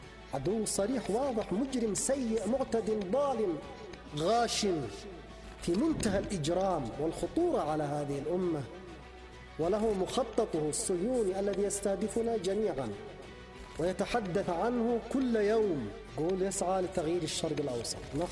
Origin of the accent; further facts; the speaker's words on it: Yemen; نحن كشعب يمني كان موقفنا واضحا ومعلنا من بداية هذه الجولة،